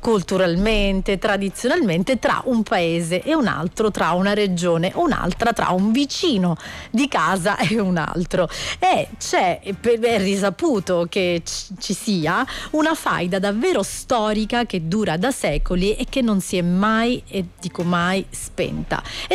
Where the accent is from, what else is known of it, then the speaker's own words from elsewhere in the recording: Sicily, Italy; essendo siciliana